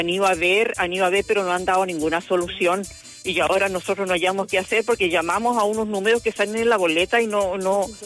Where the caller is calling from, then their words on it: Copiapó, Atacama, Chile; Estoy llamando de Copiapó, de la población Barrio Nuevo.